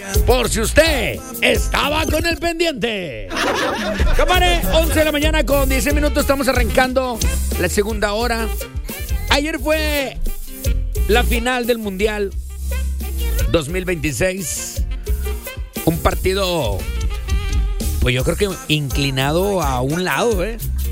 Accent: Mexico; yo soy mexicano

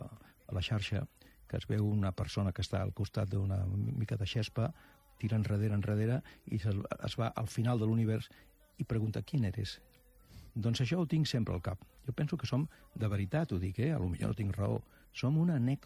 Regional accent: Barcelona, Catalonia, Spain; born or raised there

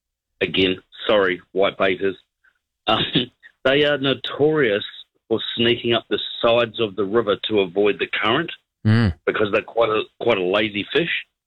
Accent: New Zealand; Never done white baiting, but growing up in New Zealand, there's a couple of things I want to chuck at you.

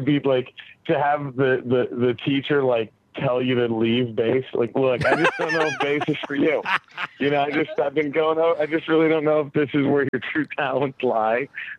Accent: Dallas, Texas, United States; born or raised there; now in Los Angeles, United States

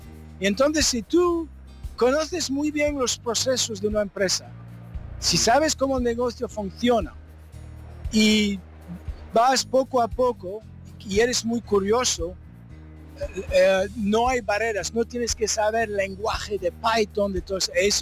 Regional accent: France; Spanish is a second language; Soy francés de padres españoles

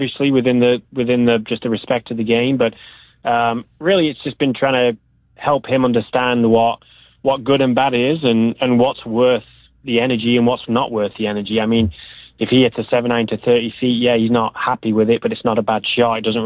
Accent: England, United Kingdom; moved away as an adult; now in United States; I came over here when I was 19, but the golf that I played growing up in England is all links golf.

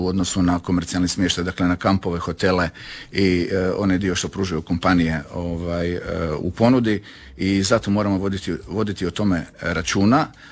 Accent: Croatia; ovdje kod nas u Hrvatskoj

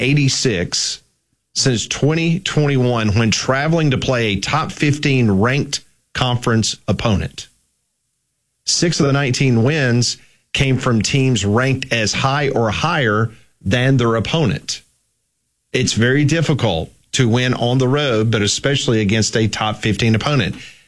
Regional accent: Mississippi, United States; born there; now in Birmingham, United States; I was born in Mississippi. I lived the majority of my life before I moved to Birmingham.

